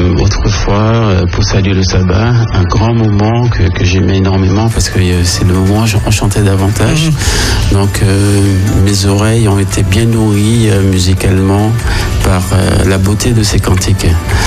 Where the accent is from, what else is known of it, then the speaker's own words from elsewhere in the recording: Fort-de-France, Martinique; born there; moi j'habite à Fort-de-France, à Sainte-Thérèse